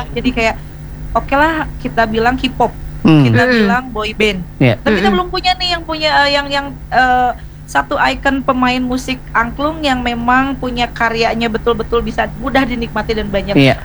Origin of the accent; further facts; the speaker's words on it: West Java, Indonesia; Nah, kita orang Sunda punya nada sendiri namanya daminatilada.